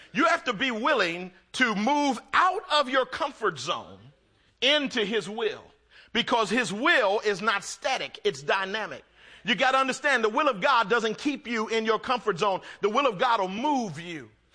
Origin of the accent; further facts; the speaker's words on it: Philadelphia, Pennsylvania, United States; moved away as an adult; now in San Francisco Bay Area, United States; I grew up in Philadelphia